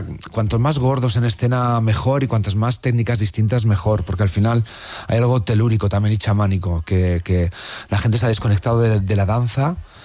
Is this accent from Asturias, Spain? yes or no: no; Valladolid, Castile and León, Spain; yo soy de Valladolid, tengo el Museo Nacional de Escultura en mi ciudad y es algo que está conmigo, que está conmigo.